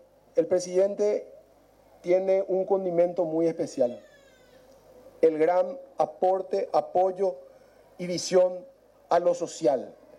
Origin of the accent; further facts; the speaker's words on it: Paraguay; como paraguayo, como una persona que viene trabajando hace mucho tiempo en el área